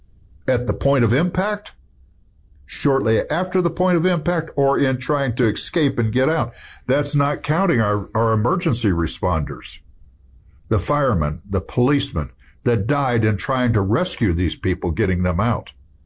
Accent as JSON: {"language": "English", "country": "United States", "said": "I'm an American. That's important to me because I'm not just an American, I'm a Christian."}